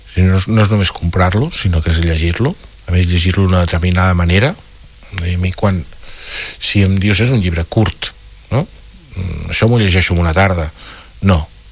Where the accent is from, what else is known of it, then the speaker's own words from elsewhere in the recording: Figueres, Catalonia, Spain; jo sóc de Figueres